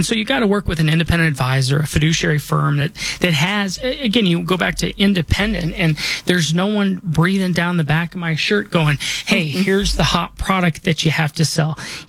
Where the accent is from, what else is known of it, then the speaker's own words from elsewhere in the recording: Colorado, United States; You know, I was born and raised here in Colorado. This is where I call home.